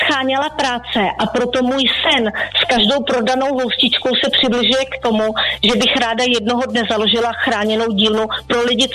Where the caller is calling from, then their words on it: Smržovka, Liberec Region, Czechia; Já jsem ze Smržovky.